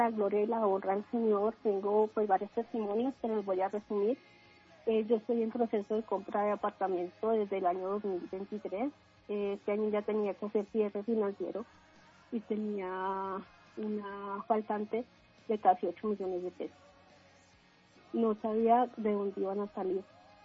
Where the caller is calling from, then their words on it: Bogotá, Colombia; En Bogotá, contigo.